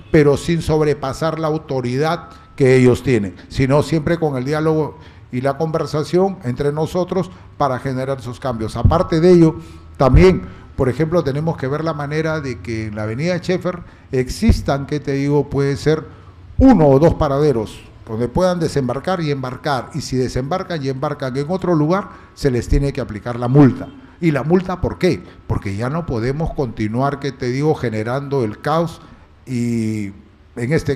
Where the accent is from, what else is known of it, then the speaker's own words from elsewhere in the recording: Tambogrande, Piura, Peru; mi pueblo